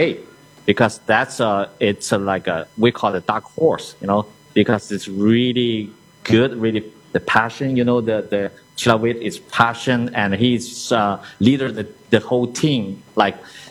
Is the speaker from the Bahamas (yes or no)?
no; China; English is a second language; now in Rochester, United States; I'm from China.